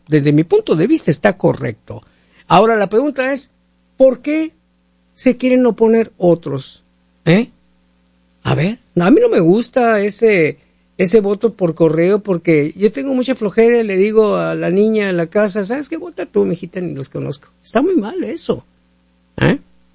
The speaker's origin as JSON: {"language": "Spanish", "country": "Mexico", "said": "Tú eres de México, yo soy de México."}